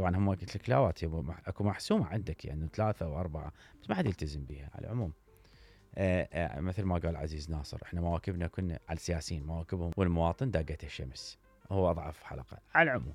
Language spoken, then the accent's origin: Arabic; Iraq